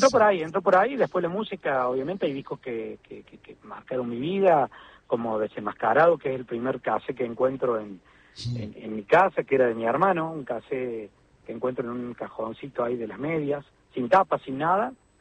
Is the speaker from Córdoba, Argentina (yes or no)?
yes; Córdoba, Argentina; now in Villa Elisa, Argentina; Cuando yo era gurí, obviamente en mi casa paterna, ahí en Córdoba, en Barrio Cofico, un lugar lindo, modesto, obviamente, lo que yo podía en esa ocasión, en esos años. Después lo mudé a la zona norte de Córdoba